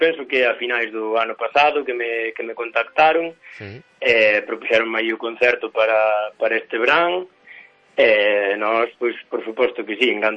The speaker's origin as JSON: {"language": "Galician", "town": "Calo", "region": "Galicia", "country": "Spain", "said": "Somos de Calo, do Concello de Teo."}